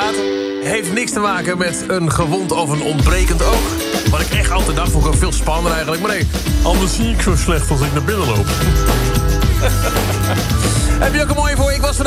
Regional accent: Overijssel, Netherlands; ik kom zelf uit Twente, daar hadden we er heel veel.

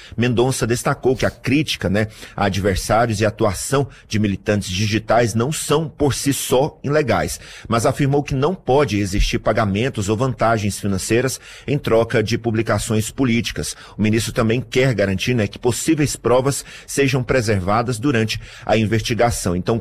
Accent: Jataí, Goiás, Brazil; lá na minha cidade tem uma umidade um pouquinho maior, em Jataí, Goiás.

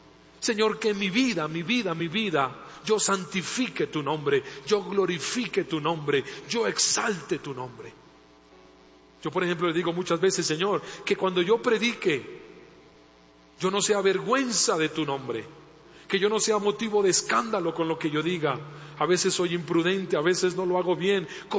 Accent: Colombia; en mi tierra, que en Colombia

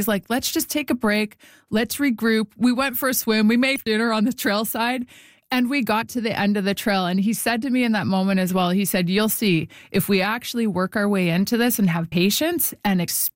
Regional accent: Winnipeg, Manitoba, Canada; born or raised there

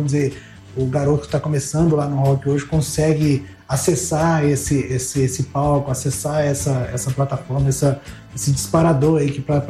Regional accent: Brasília, Federal District, Brazil; E a gente é de Brasília, né? Brasília é o berço do rock, tem muita banda em Brasília.

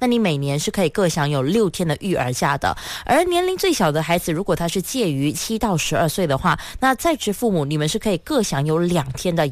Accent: Johor, Malaysia; 我是柔佛人。

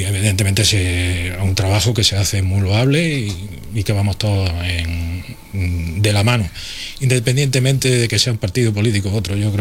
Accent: Úbeda, Andalusia, Spain; Yo tengo el defecto muchísimo y entre ellos que soy muy de Úbeda.

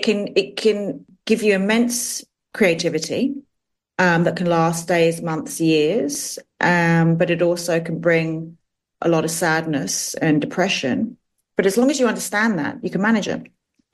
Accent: London, United Kingdom; He didn't live in England when we were growing up in London. He lived in France.

